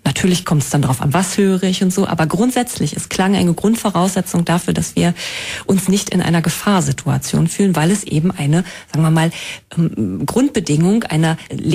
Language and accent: German; Halberstadt, Saxony-Anhalt, Germany; Ich weiß, dass zum Beispiel für meine Heimatstadt Halberstadt, dass da die Glocken in ihrem Zusammenspiel eine ganz eigene Tonalität entwickeln.